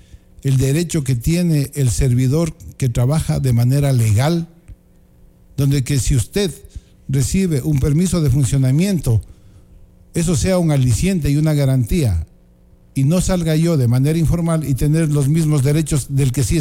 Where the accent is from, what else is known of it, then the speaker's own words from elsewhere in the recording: Baños, Tungurahua, Ecuador; los baneños también tenemos la culpa